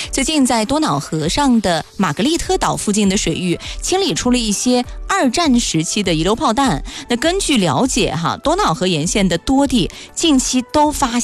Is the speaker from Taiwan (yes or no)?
no; Xinjiang, China; 作为一个新疆人